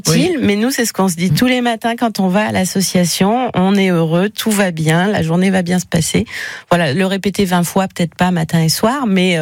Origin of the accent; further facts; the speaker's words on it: Auvergne-Rhône-Alpes, France; moved away as an adult; now in Nancy, France; Alors, je viens de tous les coins du monde. Non, j'étais plutôt du côté de Lyon, moi.